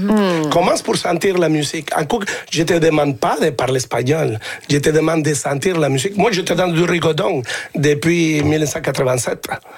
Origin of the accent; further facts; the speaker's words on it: El Salvador; now in Sherbrooke, Canada; je suis un salvadorien.